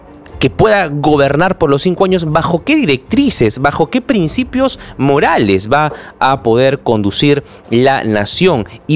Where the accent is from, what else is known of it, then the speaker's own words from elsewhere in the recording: Peru; como peruanos, como ciudadanos, como electores